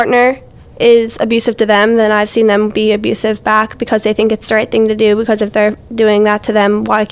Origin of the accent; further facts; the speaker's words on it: South Allegheny, Pennsylvania, United States; I'm 16 from South Allegheny.